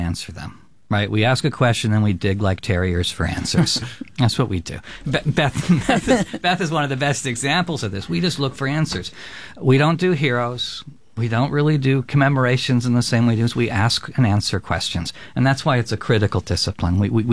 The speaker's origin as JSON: {"language": "English", "region": "California", "country": "United States", "tie": "born or raised there", "said": "And for me, it was literally hagiography because I grew up in California with Father Sarah, Jim Procera, and it was now been canonized."}